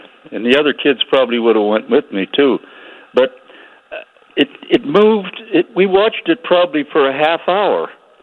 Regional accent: Pennsylvania, United States; now in Andover, Ohio, United States; We were kids in a little coal mining town in Pennsylvania where I was born

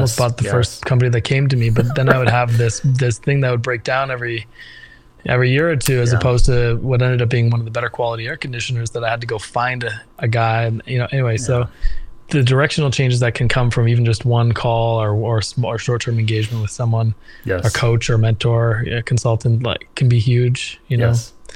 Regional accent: Canada; I'm Canadian

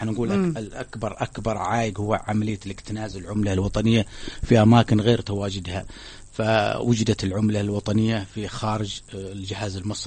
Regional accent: Yemen; نحن عندنا في اليمن

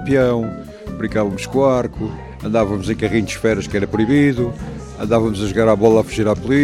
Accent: Lisbon, Portugal; Nasci e vivi em Belém e continuo a viver em Belém. É a melhor freguesia de Lisboa.

